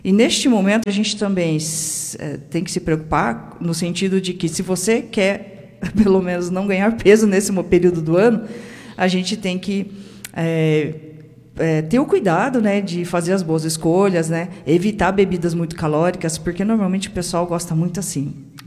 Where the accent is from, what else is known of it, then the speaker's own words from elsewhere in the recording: Brazil; sou brasileira